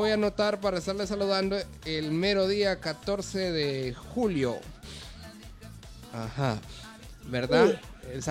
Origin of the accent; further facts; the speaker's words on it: Santa Cruz Arriba, Honduras; moved away; en Santa Cruz Arriba, mi pueblo natal.